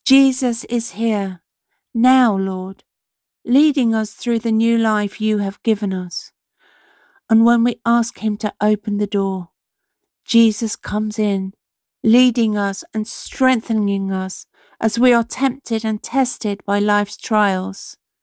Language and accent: English; East of England, United Kingdom; I'm from Cambridgeshire.